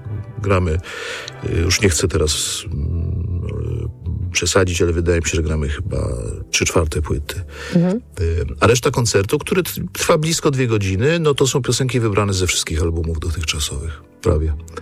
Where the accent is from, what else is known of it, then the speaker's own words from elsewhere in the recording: Kraków, Lesser Poland, Poland; chociaż już tylko ja i Szczerba jesteśmy z Krakowa w zespole